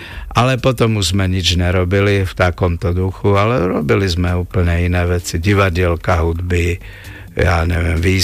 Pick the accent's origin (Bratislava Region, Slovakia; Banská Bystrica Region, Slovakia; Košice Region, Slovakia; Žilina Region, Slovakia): Bratislava Region, Slovakia; Pezinok; ja som z Pezinka.